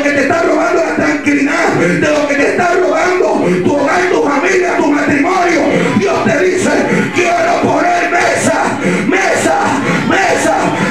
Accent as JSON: {"language": "Spanish", "country": "Puerto Rico", "said": "En mi país, Puerto Rico"}